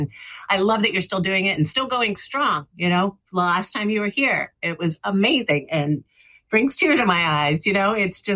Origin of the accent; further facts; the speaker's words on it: Mount Vernon, Ohio, United States; Well, you're headed over to where I grew up, my hometown, Mount Vernon, Ohio.